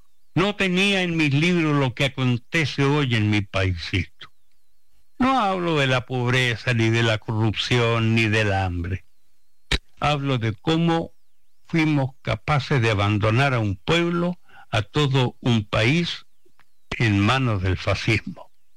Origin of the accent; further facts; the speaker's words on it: Chile; Lo que sucedió en mi país era un grito anunciado.